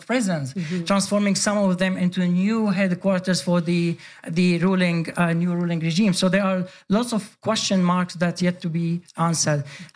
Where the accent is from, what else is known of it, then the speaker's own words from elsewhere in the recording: Sweden; Yeah, no, very appreciated because I grew up in Sweden.